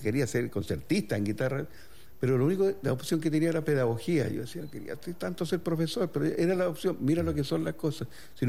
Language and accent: Spanish; Valparaíso, Chile; nací en Valparaíso.